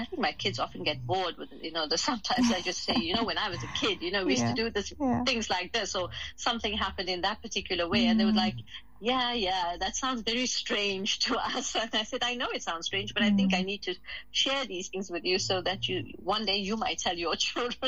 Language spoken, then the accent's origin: English; Durban, KwaZulu-Natal, South Africa; now in United Kingdom; I'm South African.